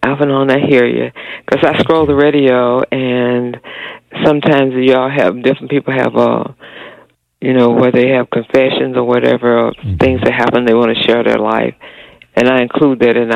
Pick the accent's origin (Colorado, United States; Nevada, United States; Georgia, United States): Georgia, United States; Atlanta; from Atlanta